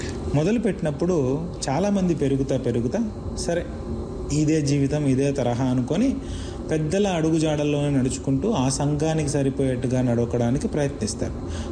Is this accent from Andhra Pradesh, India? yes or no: yes; Andhra Pradesh, India; especially దక్షిణ భారతదేశంలో తెలుగు మాట్లాడే రాష్ట్రాల్లో రాయలసీమలో నేను పుట్టి పెరిగాను